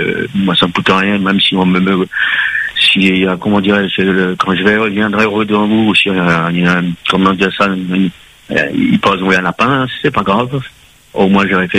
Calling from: Le Tampon, Réunion; j'habite au 17e kilomètre, j'habite au Tampon.

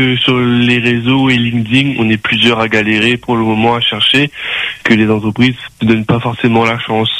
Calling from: Réunion; je suis à la recherche d'une alternance en métropole. Je suis réunionnais moi-même

